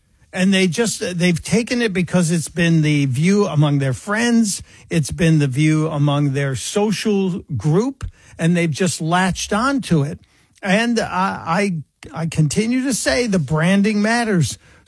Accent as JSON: {"language": "English", "town": "Chicago", "region": "Illinois", "country": "United States", "tie": "born or raised there", "said": "As a kid growing up in Chicago, Bishop Sheen, yes, and the black and white TV show was a part of our life."}